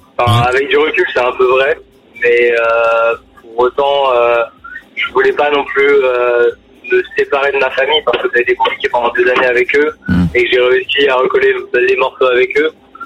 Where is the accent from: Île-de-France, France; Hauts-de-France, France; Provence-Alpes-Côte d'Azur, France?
Île-de-France, France; Montreuil; Moi je viens de Montreuil, dans le 93 jusqu'à côté de Paris.